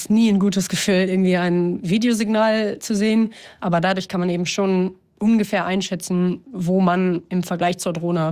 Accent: Münster, North Rhine-Westphalia, Germany; moved away as an adult; now in Kramatorsk, Ukraine; Ich heiße … ich bin 26 Jahre alt, ich komme ursprünglich aus Münster, aber momentan leite ich hier in Kramatorsk im Donbass in der Ostukraine eine NGO.

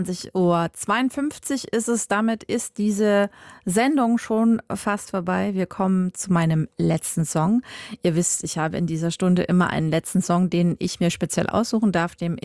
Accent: East Germany, Germany; Also ich bin ja Ostdeutsche und mich betrifft das schon sehr, dieses Wahlergebnis in Sachsen-Anhalt.

